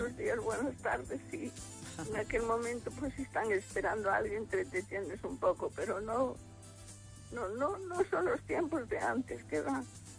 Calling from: Ourense, Galicia, Spain; de Orense, cielo.

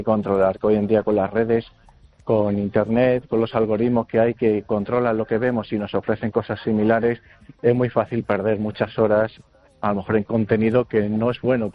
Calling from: Vigo, Galicia, Spain

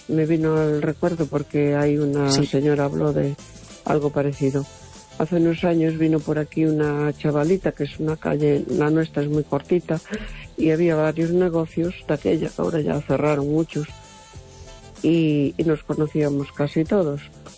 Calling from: A Coruña, Galicia, Spain; de La Coruña.

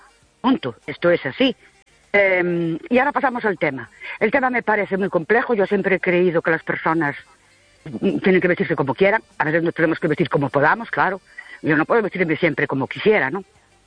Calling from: Ourense, Galicia, Spain; de Urense

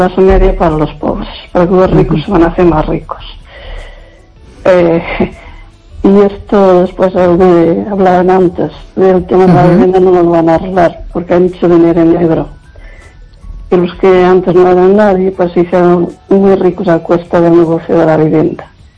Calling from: Lugo, Galicia, Spain

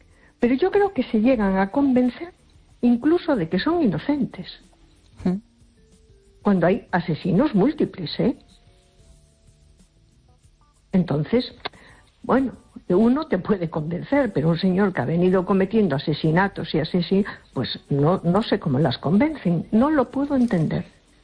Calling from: A Coruña, Galicia, Spain; de Coruña.

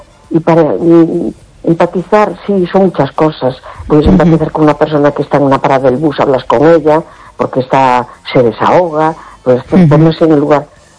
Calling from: A Coruña, Galicia, Spain; de La Coruña.

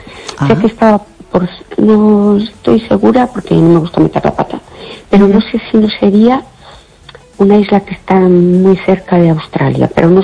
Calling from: Fene, Galicia, Spain

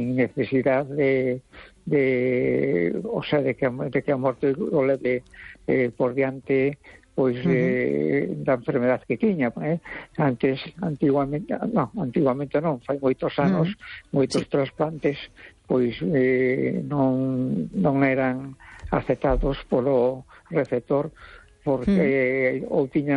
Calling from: A Coruña, Galicia, Spain; de La Coruña.

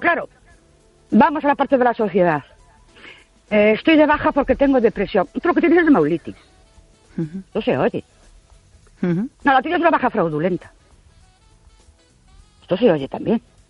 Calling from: Ourense, Galicia, Spain; Buenas noches … de Orense.

